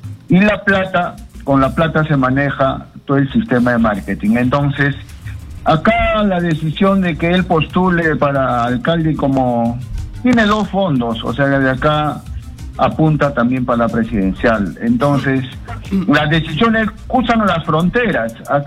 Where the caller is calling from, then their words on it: Lima, Peru; de San Juan del Urigancho.